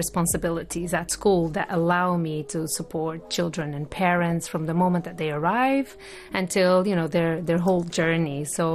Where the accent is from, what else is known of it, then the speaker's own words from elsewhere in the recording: Porto, Norte, Portugal; now in Oman; Well, I am from Porto, from Portugal, and I've worked in education until now for about 25 years.